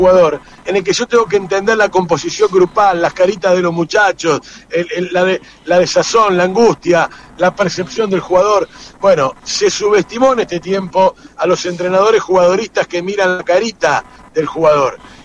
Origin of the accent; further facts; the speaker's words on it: La Plata, Buenos Aires Province, Argentina; yo soy platense